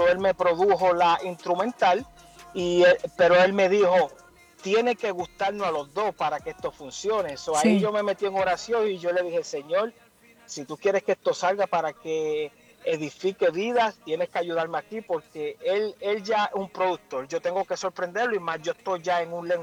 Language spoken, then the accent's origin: Spanish; Puerto Rico; moved away as an adult; now in United States; yo me gradué de high school allá en Puerto Rico a los 18 y me vine para acá a vivir y no he regresado.